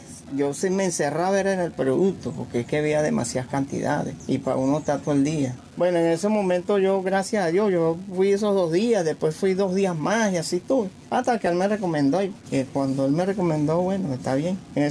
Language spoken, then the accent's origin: Spanish; Siquisique, Lara, Venezuela; now in Barquisimeto, Venezuela; un tiempo que duré yo aquí en Barquisimeto. Yo soy de Siquisique.